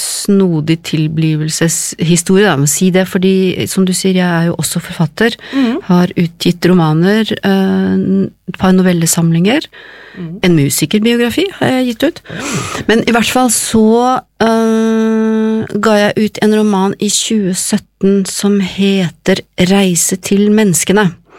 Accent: Moss, Østfold, Norway; Egentlig så kommer jeg fra Moss, og pleier å si at forbløffende mange av oss er fra Moss

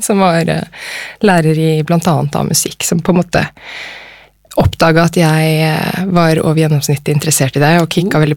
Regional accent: Nordland, Norway; born there; Jeg født i Vesterålen, i Nordland, og ja. Så flyttet vi sørover, så jeg vokste opp litt her og

